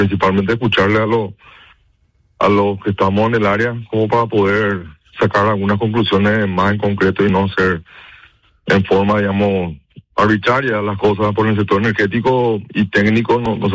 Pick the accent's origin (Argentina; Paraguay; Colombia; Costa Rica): Paraguay